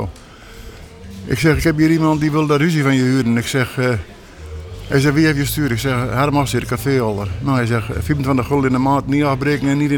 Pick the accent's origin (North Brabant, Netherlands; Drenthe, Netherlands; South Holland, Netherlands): Drenthe, Netherlands; Grollo; Ja, ik ben in 1945 geboren in Grollo.